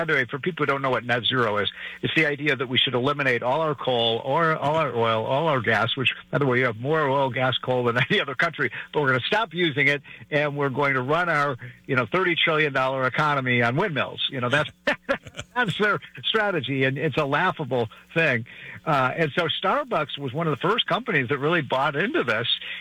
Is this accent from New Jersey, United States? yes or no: no; Illinois, United States; my home state of Illinois